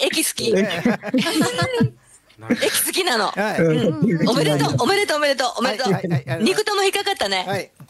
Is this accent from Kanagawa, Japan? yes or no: no; Okayama, Japan; accent: Okayama-ben; で、つい岡山弁が出てすいません。興奮すると出ますね。